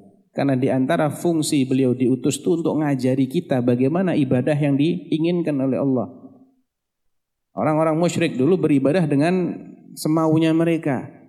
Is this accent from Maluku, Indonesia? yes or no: yes; Ambon, Maluku, Indonesia; Saya berasal dari Ambon, dan di Ambon pasca atau setelah kerusuhan agama tahun 99 memiliki aturan wajib bahwa untuk calon gubernur, wali kota maupun wakilnya harus dari kedua agama, yaitu Islam dan Nasrani.